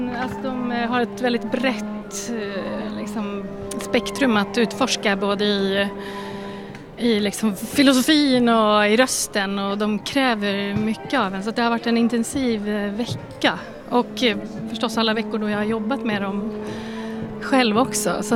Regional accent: Åland Islands; moved away; ska vara hemma på Åland där jag kommer ifrån.

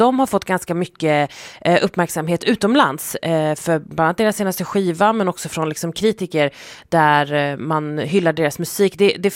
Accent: Sweden; tycker jag i alla fall som svensk

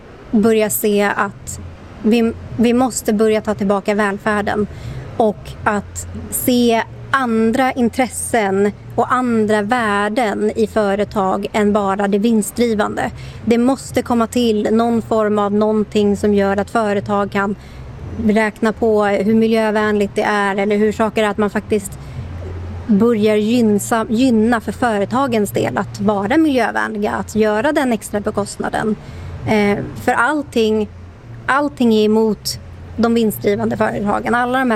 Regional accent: Sweden; Jag har ju vuxit upp som icke-same. Jag har ju vuxit upp som svensk.

